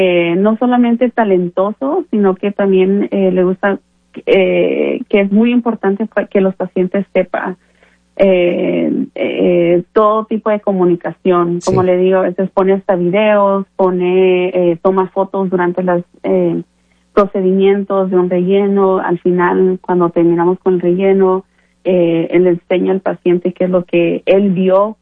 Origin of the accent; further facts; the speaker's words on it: Guatemala; moved away; Yo soy de Guatemala originalmente.